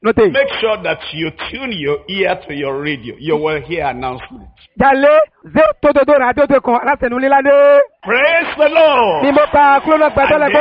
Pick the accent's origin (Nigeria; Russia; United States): Nigeria; Because I came from Nigeria, Africa.